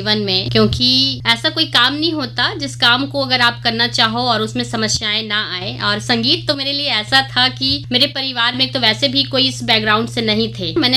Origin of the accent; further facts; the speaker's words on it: Sitapur, Chhattisgarh, India; और मैं सीतापुर सरगुजा छत्तीसगढ़ की रहने वाली हूँ।